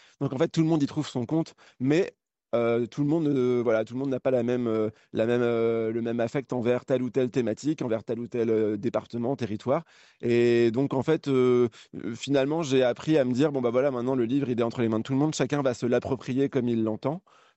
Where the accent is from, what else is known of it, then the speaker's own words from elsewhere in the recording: Quiberon, Brittany, France; moi, je viens de la presqu'île de Quiberon.